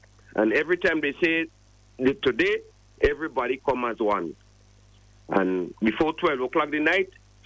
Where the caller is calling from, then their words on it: Grenada; as Grenadian.